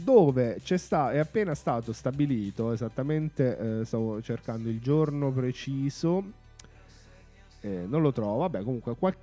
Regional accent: Apulia, Italy; sono pugliese.

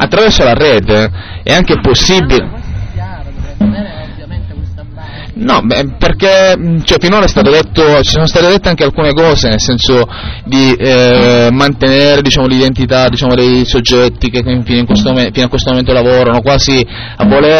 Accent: Catania, Sicily, Italy; parlo per Catania perché sono di Catania

